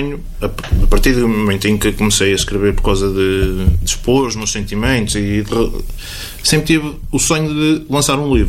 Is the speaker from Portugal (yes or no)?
yes; Vozela, Viseu, Portugal; Já não moro em Vozela, é verdade, mas estive em Vozela 30 anos. Cresci em Vozela, tenho os meus amigos em Vozela, tenho a família em Vozela.